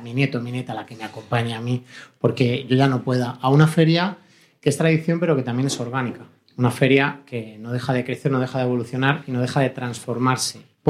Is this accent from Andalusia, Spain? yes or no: no; Madrid, Community of Madrid, Spain; Yo soy de Madrid desde que nací, hace 25 años.